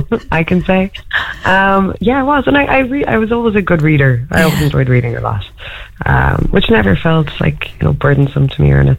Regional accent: Midlands, Ireland; from having grown up in the Midlands.

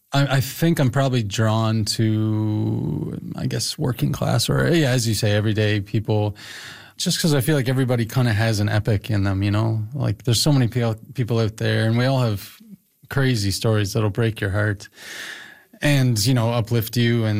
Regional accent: Canada; being a Canadian as well

